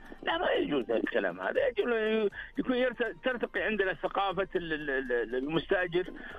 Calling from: Saudi Arabia

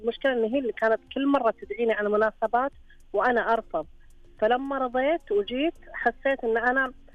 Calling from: Qatif, Eastern Province, Saudi Arabia; من القطيف.

